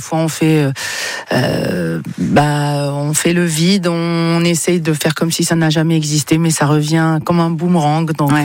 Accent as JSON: {"language": "French", "country": "Algeria", "moved": "yes", "said": "Je vous dis la vérité, depuis que j'ai quitté l'Algérie, on dirait que ma résidence est une valise et un passeport."}